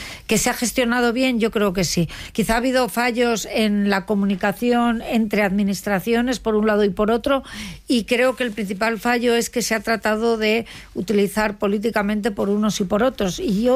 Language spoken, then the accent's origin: Spanish; Madrid, Community of Madrid, Spain; born there; Ahí nací yo, en el Gómez Ulla, sí, claro.